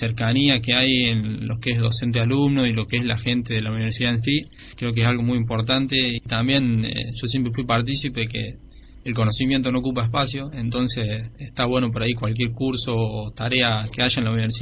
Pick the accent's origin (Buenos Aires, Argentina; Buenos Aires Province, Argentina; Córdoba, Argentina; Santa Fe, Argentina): Córdoba, Argentina; Melo; moved away as an adult; En el caso mío, yo soy oriundo de Melo, de un pueblo cercano a la localidad de Serrano.